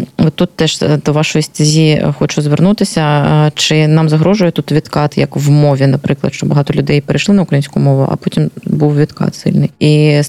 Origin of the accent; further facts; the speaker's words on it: Luhansk Oblast, Ukraine; навіть коли я вчилася в школі, я родом з Луганщини